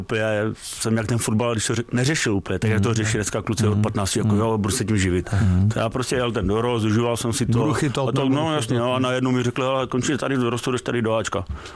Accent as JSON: {"language": "Czech", "town": "Opava", "region": "Moravian-Silesian Region", "country": "Czechia", "said": "A tak o mě se úplně tolik nevědělo, že jsem snad z Opavy, ale samozřejmě..."}